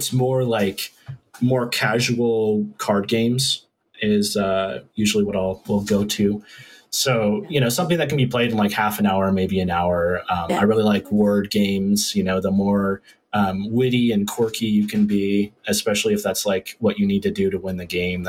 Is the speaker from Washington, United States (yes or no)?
yes; Pullman, Washington, United States; also born or lived in Portland, Oregon / Belgium; when I was little, it was primarily just a college town.